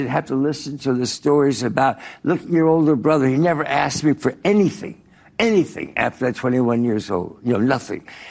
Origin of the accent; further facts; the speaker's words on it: East Coast, United States; Well, I grew up in the East Coast. I was in all boys sort of private prep schools and this and that.